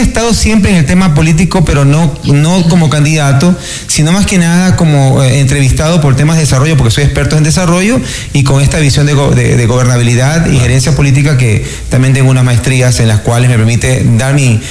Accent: Salinas, Santa Elena, Ecuador; Soy salinense, nací hace 42 años en Salinas, soy pata salada

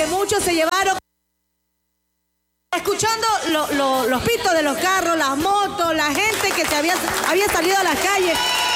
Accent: Ecuador; te cuento que como fiel ecuatoriano se fueron Plutos.

